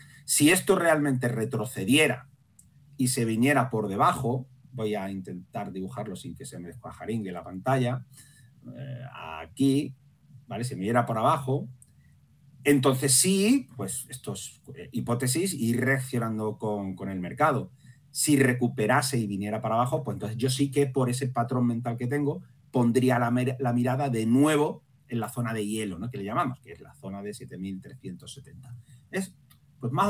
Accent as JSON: {"language": "Spanish", "region": "Andalusia", "country": "Spain", "said": "Sí, como buen andaluz yo suelo hablar mucho y bueno..."}